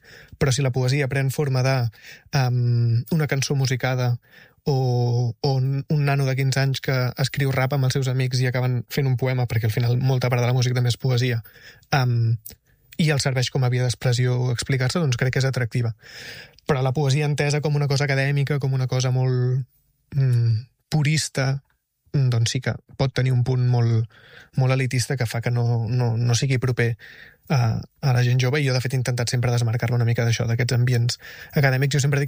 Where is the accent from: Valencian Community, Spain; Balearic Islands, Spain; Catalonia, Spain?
Catalonia, Spain; El Masnou; estem intentant tancar alguna presentació a Barcelona o al meu poble, que és Masnou, etc.